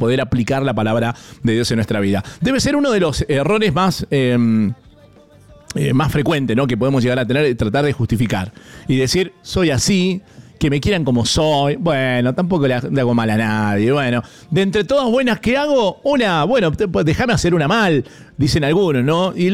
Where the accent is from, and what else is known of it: Argentina